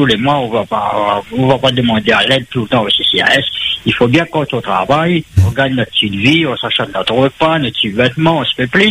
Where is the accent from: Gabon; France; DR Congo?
France; Réunion; Nous, en tant que Français, en tant que Réunionnais, moi je vote.